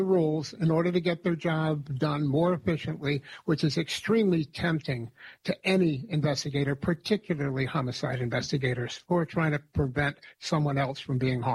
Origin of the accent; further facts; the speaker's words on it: Troy, New York, United States; I'm from Troy originally, and went to Troy High, class of 70.